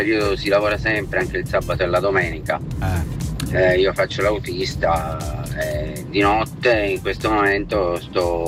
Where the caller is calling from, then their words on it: Biella, Piedmont, Italy; da Biella.